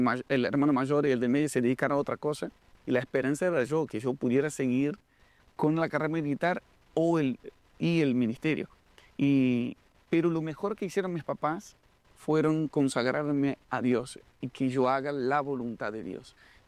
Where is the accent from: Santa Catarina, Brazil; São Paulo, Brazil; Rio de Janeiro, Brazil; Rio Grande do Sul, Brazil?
Rio de Janeiro, Brazil; first language Portuguese; Spanish is a second language; moved away as an adult; now in Argentina; Y fue a los 18 años que yo tomé la decisión de venir a Argentina. Crecí en Río de Janeiro, Brasil